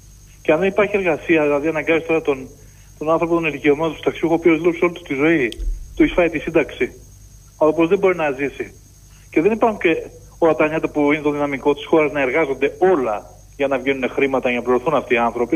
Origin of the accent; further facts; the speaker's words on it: Piraeus, Attica, Greece; από Πειραιά